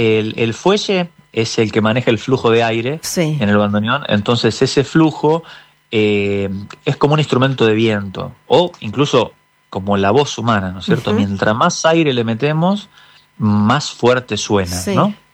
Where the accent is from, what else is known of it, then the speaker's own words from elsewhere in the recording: Río Tercero, Córdoba, Argentina; born there; en la ciudad donde yo nací, que es Río Tercero, en la provincia de Córdoba, es una ciudad, pero es pequeña